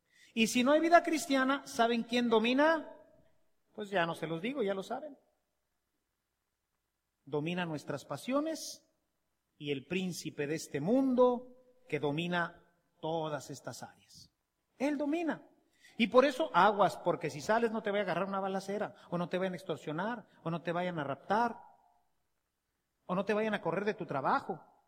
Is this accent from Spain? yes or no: no; Mexico